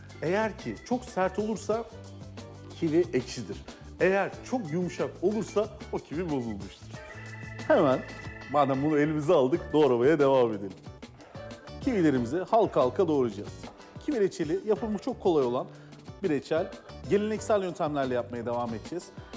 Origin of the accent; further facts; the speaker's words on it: Adana, Turkey; Ben Adanalıyım biliyorsunuz. Babam çocukluğunu karpuz bahçelerinde, karpuz tarlalarında geçirmiş.